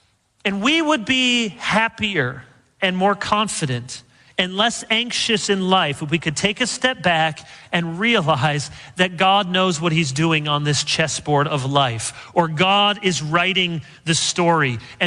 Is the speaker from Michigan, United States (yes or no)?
yes; Michigan, United States; moved away; where I grew up in Michigan